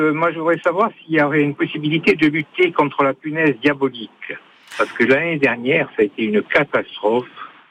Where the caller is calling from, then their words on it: Nocario, Corsica, France; Je suis à Nocario.